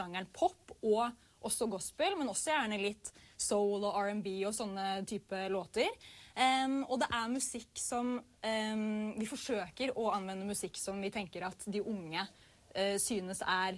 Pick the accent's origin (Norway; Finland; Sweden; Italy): Norway; det startade ju i Norge, där jag kommer ifrån.